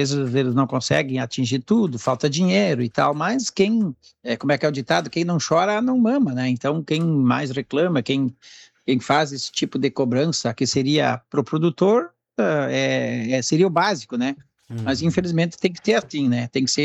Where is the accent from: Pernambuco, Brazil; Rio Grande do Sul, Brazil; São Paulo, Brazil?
Rio Grande do Sul, Brazil; Ibirubá; porque eu sou natural de Ibirubá, né?